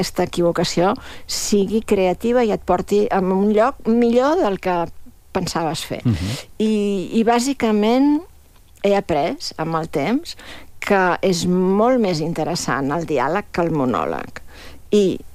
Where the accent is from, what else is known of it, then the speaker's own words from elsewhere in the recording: Esparreguera, Catalonia, Spain; soc d'Esparreguera, un poble que tradicionalment és molt conegut pel teatre